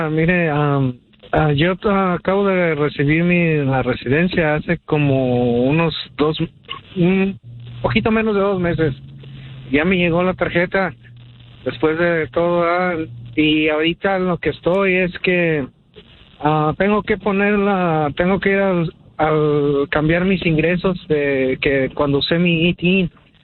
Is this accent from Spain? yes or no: no; León, Guanajuato, Mexico; Yo soy de Guanajuato.